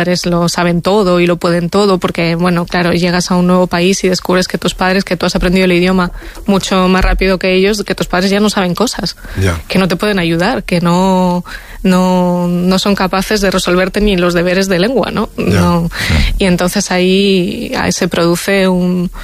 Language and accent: Spanish; Region of Murcia, Spain; refugiarme en los libros de la biblioteca de mi pueblo, en Murcia